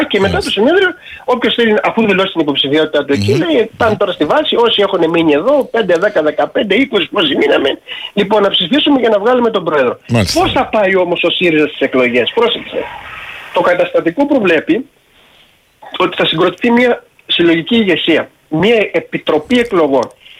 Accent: Rethymno, Crete, Greece; Εγώ από το Ρέθμιο, ο κύριος Μητσοτάκης στα Χανιά.

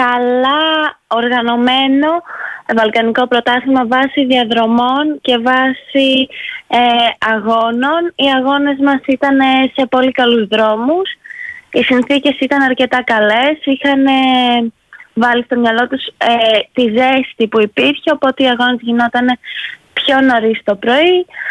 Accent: Volos, Thessaly, Greece; now in Trikala, Greece; Είμαι από το Βόλο.

